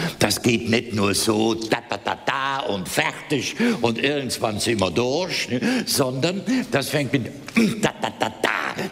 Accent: Trentino-Alto Adige, Italy; Da sage ich, entschuldigen Sie, ich bin kein Bayer, ich komme aus Südtirol.

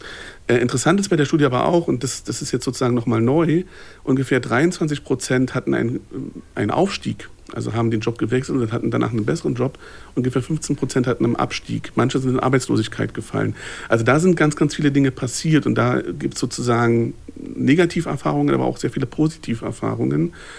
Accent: Berlin, Germany; Ich als gebürtiger Berliner

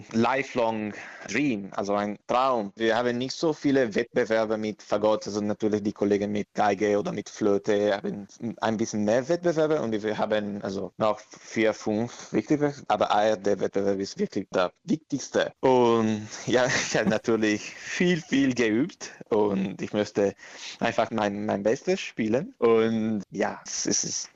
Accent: Parma, Emilia-Romagna, Italy; German is a second language; ich komme aus Parma

